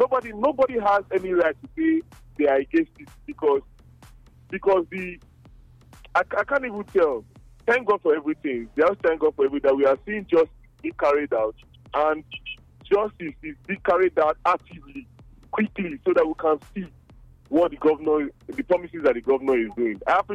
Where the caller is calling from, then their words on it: Benin City, Edo, Nigeria; I'm calling from Benin.